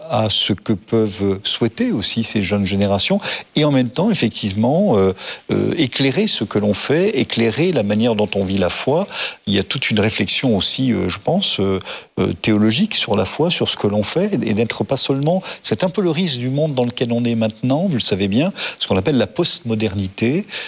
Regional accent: France; chez nous en France

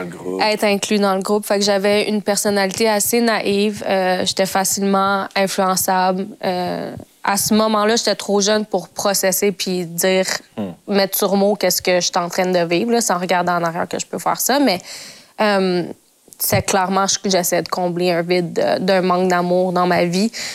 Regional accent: Montreal, Quebec, Canada; born or raised there

